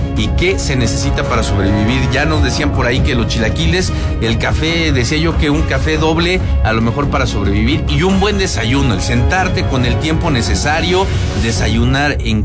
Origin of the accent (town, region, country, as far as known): Mexico